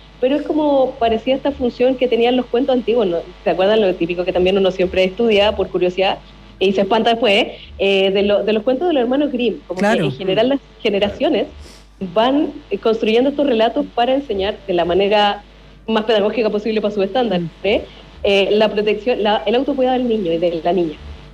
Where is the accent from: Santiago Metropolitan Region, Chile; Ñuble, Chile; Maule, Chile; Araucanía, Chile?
Santiago Metropolitan Region, Chile; Santiago; now in Valparaíso, Chile; Oye, yo vivo en Valparaíso, no, ya. Bueno, es bastante común que pase en persona, pero no, como santiaguina que soy transportada acá